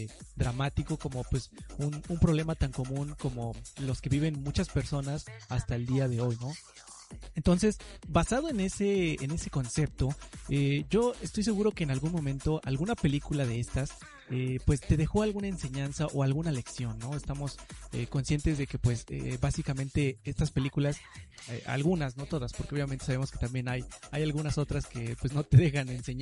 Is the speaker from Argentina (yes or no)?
no; Mexico; uno como mexicano